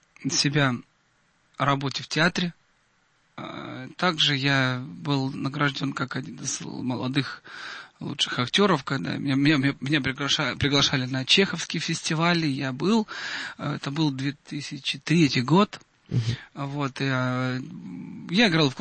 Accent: Odesa, Odesa Oblast, Ukraine; moved away; Я отдыхал в своем родном городе, где я родился, в Одессе

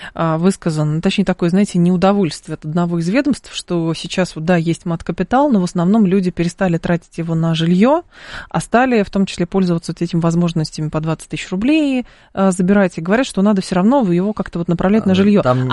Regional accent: Chukotka Autonomous Okrug, Russia; я сам с Чукотки, учитель.

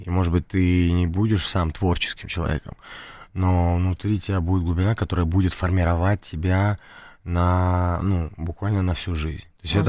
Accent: Moscow, Russia; born there; Мы сами родились в Москве, на Бабушкинской.

